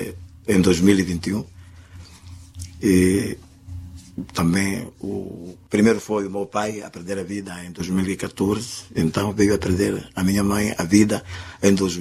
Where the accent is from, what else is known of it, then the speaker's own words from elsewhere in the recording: Alto Molócuè district, Zambezia, Mozambique; moved away as an adult; also born or lived in Nauela, Zambezia / Gurúè, Zambezia; now in Niassa, Mozambique; nasço na localidade de Nauela, no distrito de Alto Moloco, província da Zambeze. Nasço de uma família camponesa